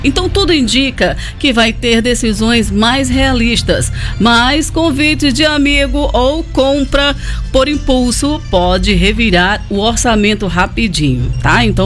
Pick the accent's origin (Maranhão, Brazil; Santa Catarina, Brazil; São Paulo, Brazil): Maranhão, Brazil; Barreirinhas; eu nasci, me criei aqui em Barreirinhas, viajei, mas voltava sempre, viajava e voltava.